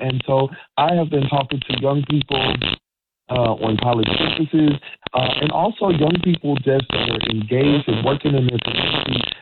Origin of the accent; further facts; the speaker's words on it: Mississippi, United States; moved away as an adult; now in Washington, D.C., United States; I'm not Haitian, born and raised in Mississippi.